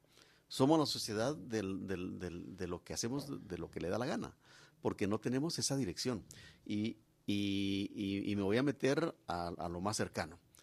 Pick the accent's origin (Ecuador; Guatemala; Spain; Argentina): Guatemala; Yo, como guatemalteco